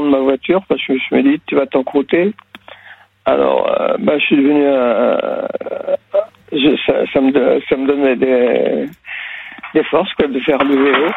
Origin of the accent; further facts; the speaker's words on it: Brittany, France; moved away; parce que je suis breton